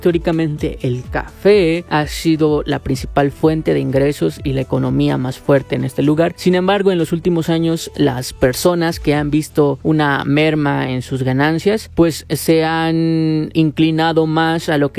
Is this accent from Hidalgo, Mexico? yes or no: yes; Huehuetla, Hidalgo, Mexico; Huehuetla Hidalgo, que es el lugar de donde vengo. Es un lugar muy hermoso